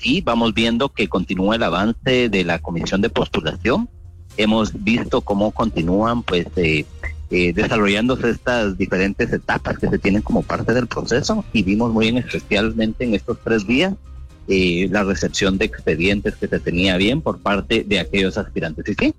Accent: Guatemala

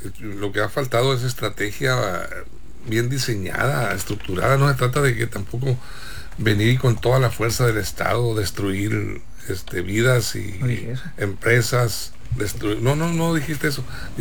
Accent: Sinaloa, Mexico; esa paz que tanto anhelamos los sinaloenses.

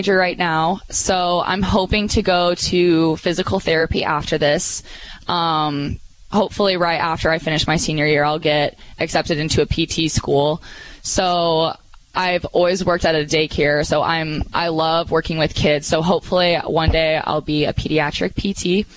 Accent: Springfield, Illinois, United States; Since I'm from the Springfield area

